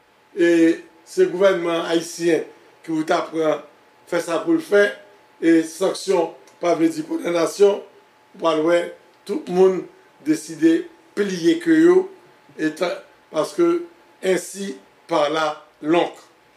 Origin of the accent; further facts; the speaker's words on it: Haiti; nous sommes jeunes d'Haïti, nous sommes jeunes petits garçons. C'est la première fois que nous avons un livre à sortir dans le pays d'Haïti.